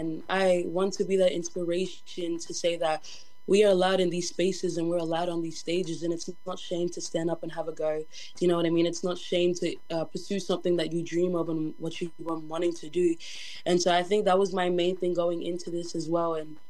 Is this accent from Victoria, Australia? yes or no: no; Erub and Boigu Island, Queensland, Australia; now in Logan City, Australia; So I'm from Erub, so Danley Island, and I'm from Boigu Island.